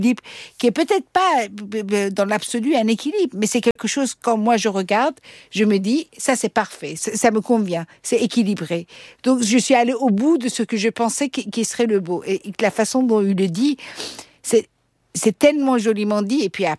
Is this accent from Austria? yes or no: yes; Austria; first language Persian; French is a second language; Je parlais le persan, mes parents ils m'ont mis dans une école francophone, après j'ai grandi en Autriche.